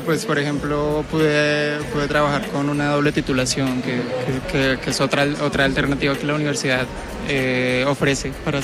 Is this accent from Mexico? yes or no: no; Bogotá, Colombia; Yo no, yo soy de Bogotá, sí.